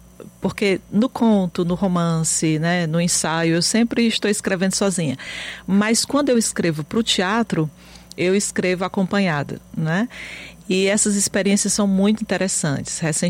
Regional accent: Fortaleza, Ceará, Brazil; born there; Eu nasci aqui em Fortaleza, né? Quer dizer, venho de uma tradição nordestina

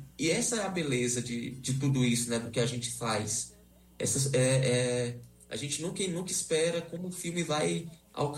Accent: Russas, Ceará, Brazil; que é uma cidade próxima da cidade onde eu nasci, que eu sou de Russas, assim como Alan.

